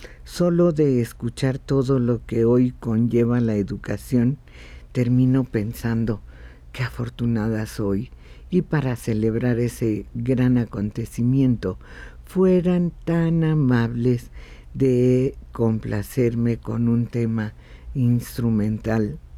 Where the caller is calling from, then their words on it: Naucalpan, State of Mexico, Mexico; de Naucalpan, en el Estado de México.